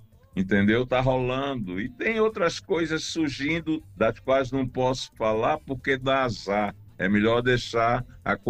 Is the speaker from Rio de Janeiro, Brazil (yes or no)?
no; Pernambuco, Brazil; conseguiu uma verba para fazer um documentário comigo, que sou de Pernambuco.